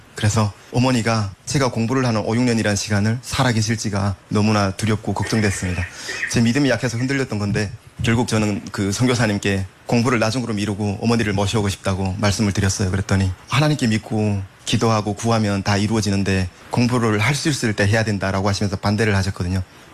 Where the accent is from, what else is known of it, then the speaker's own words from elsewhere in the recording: Hyesan, Ryanggang, North Korea; 제 고향인 양강도 해산시 맞은편 중국 지린성 장백현까지 이동을 했습니다.